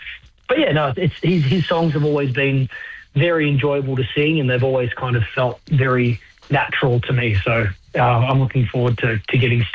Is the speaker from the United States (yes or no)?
no; Australia; I think that he's important to us as a human, as an Australian.